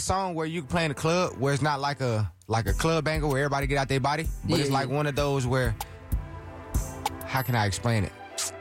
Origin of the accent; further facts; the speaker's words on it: Houston, Texas, United States; I'm from Houston.